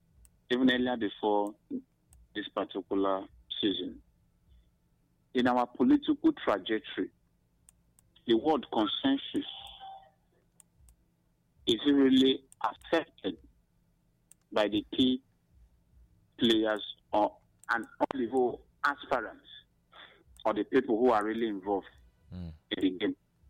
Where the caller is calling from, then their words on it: Enugu State, Nigeria; I'm calling from Mukbabi Nimbo, the Nozowani local government.